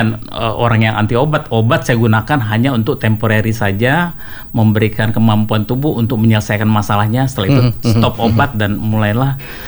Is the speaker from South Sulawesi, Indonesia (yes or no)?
no; Jakarta, Indonesia; also born or lived in Banda Aceh; saya dari tahun 70 udah tinggal di Jakarta. Jadi praktis masa kecil saya semua ada di Jakarta.